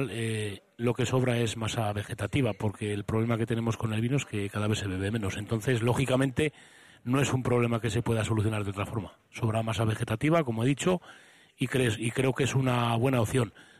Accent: Kripan, Basque Country, Spain; que yo lo que tengo es mucho orgullo de la gente de mi pueblo, la he tenido siempre, pero la gente me lo demuestra cada vez más.

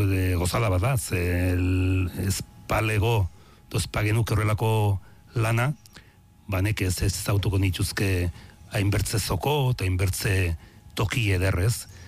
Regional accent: Legasa, Navarre, Spain; Bai, ni Legazakoa naiz. Legaza da erritxiki bat, hor Bertizaranan.

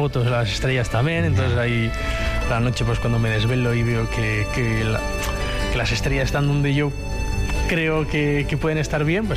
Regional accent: San Sebastián, Basque Country, Spain

